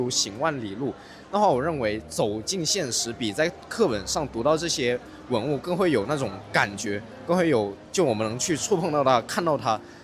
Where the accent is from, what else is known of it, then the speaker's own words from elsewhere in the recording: Hong Kong; 然后我是出生于香港的一位香港学生。